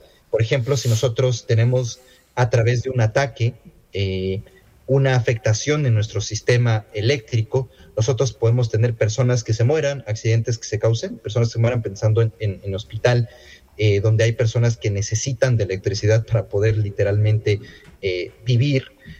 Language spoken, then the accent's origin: Spanish; Ecuador; now in Brazil; yo no vivo en el Ecuador, y aunque yo soy ecuatoriano, trabajo con empresas ecuatorianas, yo vivo en Brasil